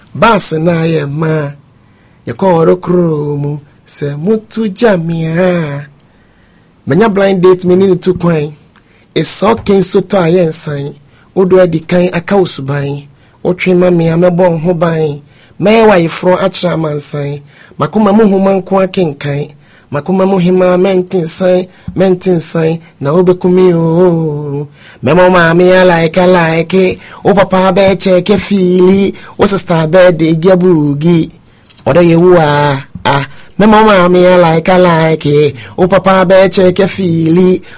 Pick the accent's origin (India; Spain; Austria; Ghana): Ghana; Oh, I'm full Ghanaian. I'm full Ghanaian. If you take me to Nigeria, I don't know anywhere. It'd be true, I don't know anywhere in Nigeria.